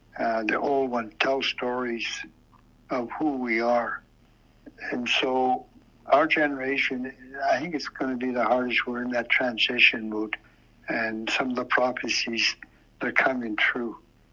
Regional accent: Tulita, Northwest Territories, Canada; from my early years of growing up in Fort Norman, now as Toledo

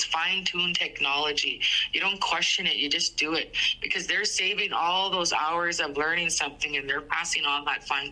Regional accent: Lutselk'e, Northwest Territories, Canada; moved away; I grew up communally in Lutsoke, and every house that you went to always had beading or sewing on the table. Lutsoke is a very isolated community

